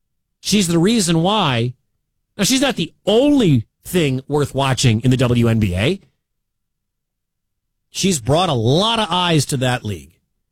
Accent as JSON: {"language": "English", "town": "Detroit", "region": "Michigan", "country": "United States", "lives_now": "West Des Moines, United States", "said": "My wife is from this part of town. I'm not from here. I'm from Detroit."}